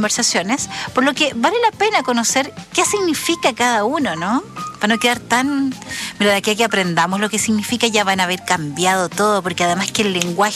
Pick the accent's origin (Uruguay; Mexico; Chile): Chile; caracteriza a los chilenos es nuestra forma de hablar. Los dichos chilenos, la terminología, hay algunos que son un clásico y que se quedaron ahí.